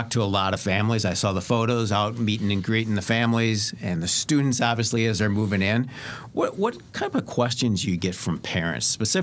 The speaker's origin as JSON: {"language": "English", "town": "Wauwatosa", "region": "Wisconsin", "country": "United States", "tie": "born or raised there", "said": "I remember I grew up in Wauwatosa and I went to Marquette, and this was 30 years ago."}